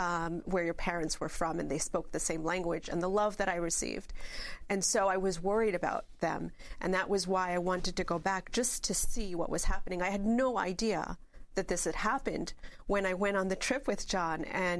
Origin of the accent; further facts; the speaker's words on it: New York, United States; as a New Yorker, the shock and the horror and all